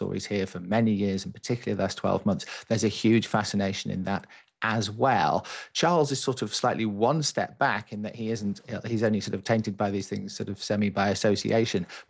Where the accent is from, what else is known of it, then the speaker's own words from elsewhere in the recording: United Kingdom; moved away as an adult; now in Washington, D.C., United States; I'm obviously a Brit working in DC